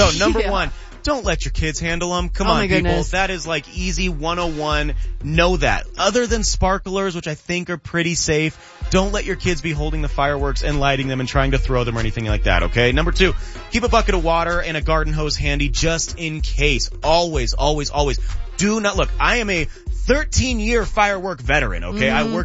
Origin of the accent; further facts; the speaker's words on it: Pittsburgh, Pennsylvania, United States; I'm from Pittsburgh.